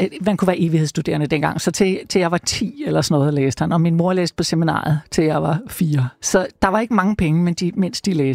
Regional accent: Skovlunde, Capital Region of Denmark, Denmark; I Skovlunde

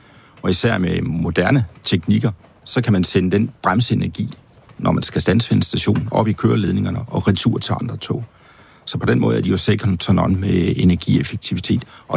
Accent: Jutland, Denmark; ude på den jyske hede, i øvrigt der, hvor jeg kommer fra

